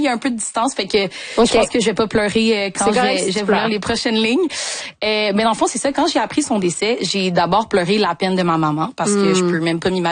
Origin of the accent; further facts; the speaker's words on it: Quebec, Canada; born there; Moi, je suis née ici au Québec.